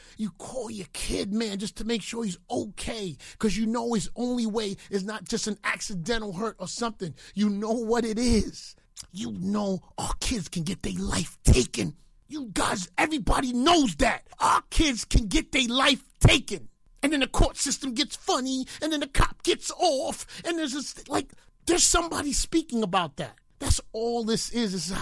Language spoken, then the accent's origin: English; New York, United States; I'm from New York, bro.